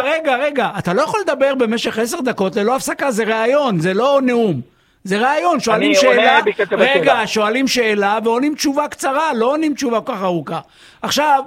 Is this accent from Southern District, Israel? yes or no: yes; Beersheba, Southern District, Israel; אני באתי מבאר שבע, וכשאני גדלתי, לא היה בדוי אחד שגר בבאר שבע, ולא היה את ההקצנה הדתית הזאת.